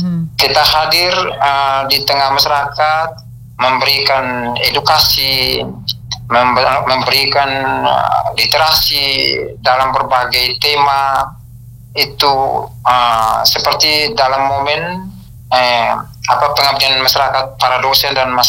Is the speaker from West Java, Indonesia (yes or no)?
no; East Nusa Tenggara, Indonesia; kerajinan yang menjadi andalan kita orang Flores